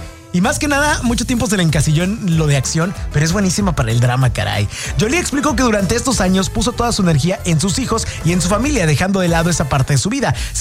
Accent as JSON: {"language": "Spanish", "country": "Mexico", "said": "Es que también somos mexicanos, pedimos al límite."}